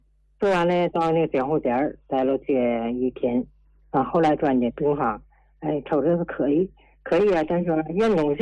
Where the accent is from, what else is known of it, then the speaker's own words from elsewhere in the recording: Tianjin, China; 我家是天津临河。